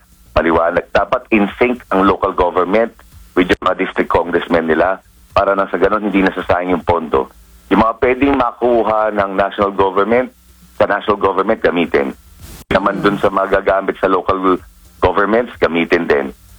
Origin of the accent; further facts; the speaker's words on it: Parañaque, Metro Manila, Philippines; sa amin sa Paranaque, asinan to eh, before.